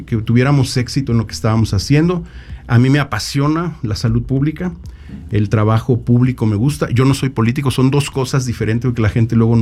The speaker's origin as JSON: {"language": "Spanish", "region": "Tabasco", "country": "Mexico", "tie": "born or raised there", "also_born_or_lived": "Mexico City", "moved": "as an adult", "said": "Yo tenía años viviendo en la Ciudad de México. Yo no soy de la Ciudad de México. Nací allá, pero viví muchos años en Tabasco. Yo me considero de Tabasco porque allá viven mis padres, porque allá estudié todo hasta la prepa. Uh-huh. Y migré a la Ciudad de México"}